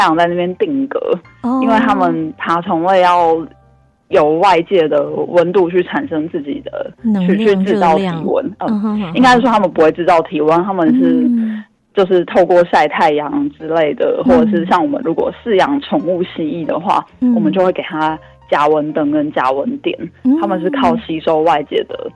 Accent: Taipei, Taiwan; 因为我也是北部人，我小时候住在那个阳明山的山下

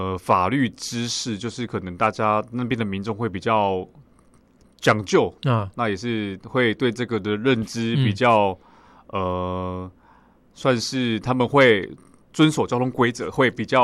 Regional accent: Tainan, Taiwan; moved away as an adult; also born or lived in Taipei; 毕竟就是台南从小长大的嘛

